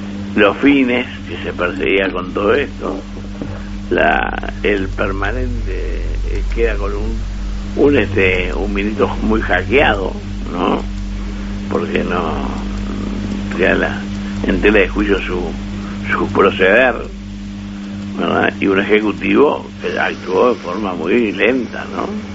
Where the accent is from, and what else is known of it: Uruguay